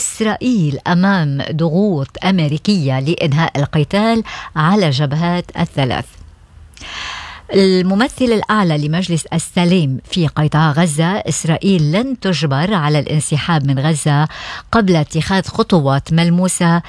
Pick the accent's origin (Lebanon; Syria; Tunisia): Lebanon; now in New South Wales, Australia; عنا بلبنان